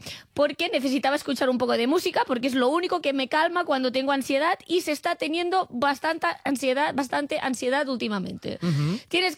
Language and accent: Spanish; Catalonia, Spain